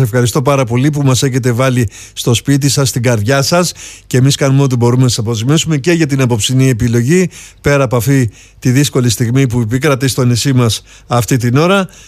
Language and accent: Greek; Palea Roumata, Crete, Greece; στα παλιά ρούματα στο χωριό μου.